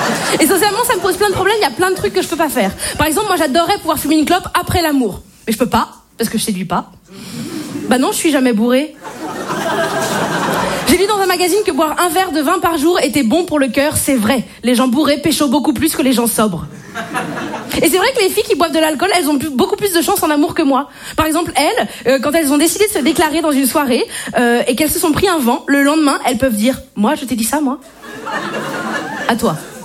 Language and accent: French; Brittany, France; Bonsoir, je me présente … je suis bretonne et je ne bois pas d'alcool.